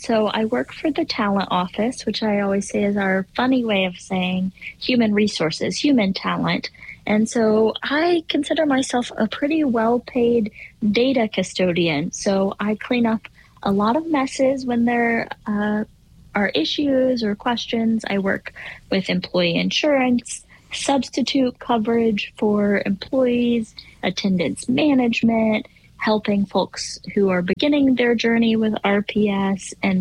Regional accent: the South, United States; which as a Southerner, that was a little tough for me to get used

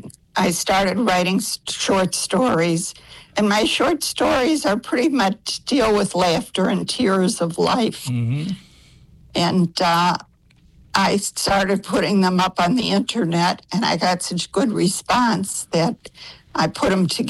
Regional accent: Chicago, Illinois, United States; moved away as an adult; now in Wisconsin-Illinois border, United States; I'm from Chicago, but right now I live in the country on the Wisconsin-Illinois border where I'm retired. And I'm originally a Chicago girl.

